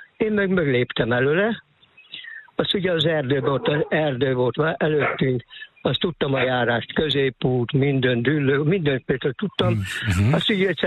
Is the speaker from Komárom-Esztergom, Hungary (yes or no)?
no; Öttömös, Csongrád-Csanád, Hungary; moved away as an adult; also born or lived in Szeged; now in Algyő, Hungary; Nem, ötömösön születtem, öttömös.